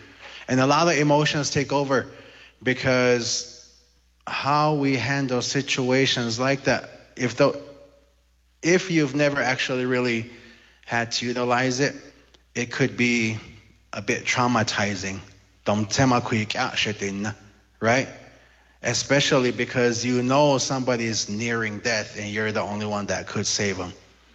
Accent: Zuni, New Mexico, United States; But I'm hoping that since we're all from Zuni, we know exactly where we are, right?

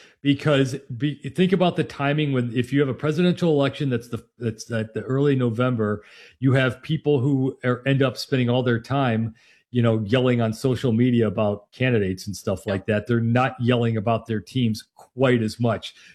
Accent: United States; I'm an American. Red, white, and blue, of course. I'm American.

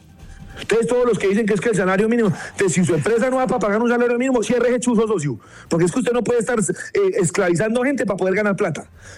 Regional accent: Málaga, Santander, Colombia; moved away; also born or lived in Bogotá; yo me crié en un pueblo que se llama Málaga, Santander. Esa vaina queda entre unas montañas que allá solo llega el sol y Dios.

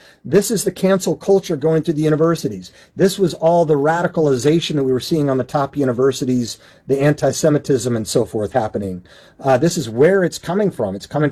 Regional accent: Utah, United States; I was bathed in this stuff as a 7th generation Mormon growing up in Utah, became a skeptic

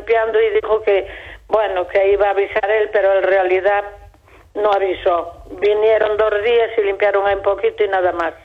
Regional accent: Ourense, Galicia, Spain; Y nosotros estamos pagando los impuestos, que somos de Orense.

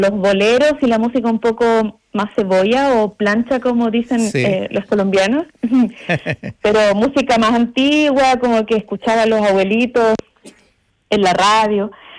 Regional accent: Chile; now in Melbourne, Australia; Yo soy chilena

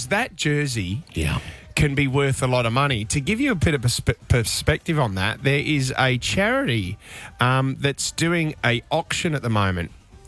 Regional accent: Australia; as an Australian

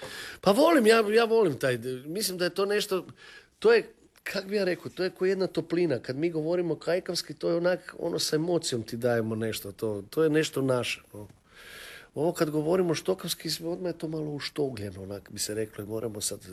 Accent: Mlinovi, City of Zagreb, Croatia; born there; Pa ja sam rođen u Mlinovima

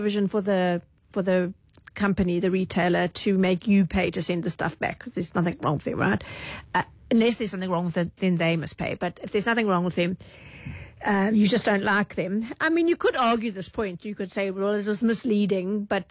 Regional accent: Durban, KwaZulu-Natal, South Africa; My hometown of the Bluff. And I'm like, I'm from Durban. We don't really refer to my hometown, the Bluff.

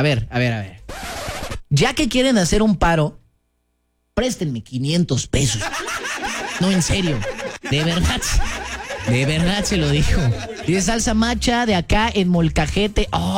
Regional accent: Córdoba, Veracruz, Mexico; also born or lived in Orizaba; Y corrección, no soy de Orizaba, soy de Cordobaches, de la hermosa ciudad de los 29 caballeros. Eran 30, pero como me vine a vivir para acá, nada más se quedaron 29 allá. Pero también viví en Orizaguas bastante tiempo.

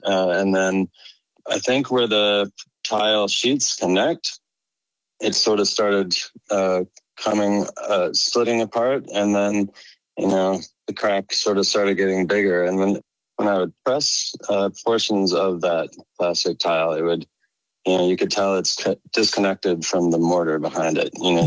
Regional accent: Minneapolis, Minnesota, United States; I'm from Minneapolis, Minnesota.

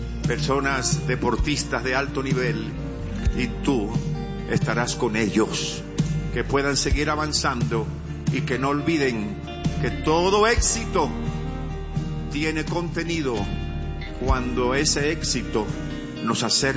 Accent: Colombia; somos colombianos

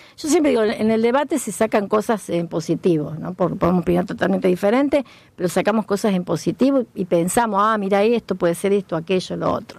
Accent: Argentina; somos argentinos.

